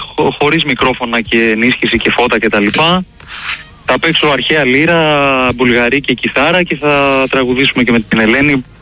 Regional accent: Crete, Greece

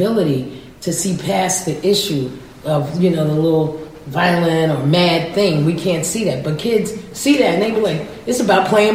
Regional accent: New York City, New York, United States; also born or lived in Florida; I grew up in the Bronx. 168th Street and Webster Avenue. That's right, the BX.

